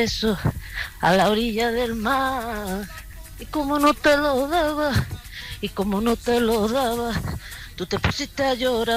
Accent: Palma, Balearic Islands, Spain; de Palma de Mallorca.

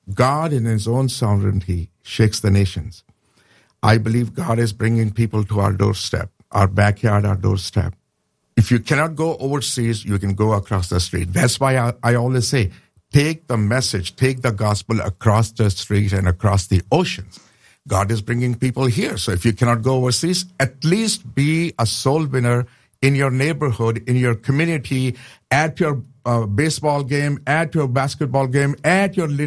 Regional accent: Pakistan

